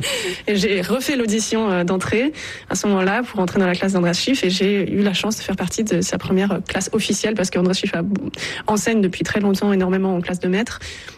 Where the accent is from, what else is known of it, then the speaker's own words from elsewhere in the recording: Lyon, Auvergne-Rhône-Alpes, France; Et donc je suis née à Lyon et j'ai grandi et fait ma scolarité à Lyon.